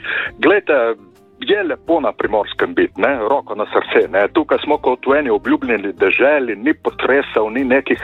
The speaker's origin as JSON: {"language": "Slovenian", "town": "Izola", "region": "Slovenian Littoral", "country": "Slovenia", "tie": "born there", "said": "Pravim jaz, kot rojen tukaj"}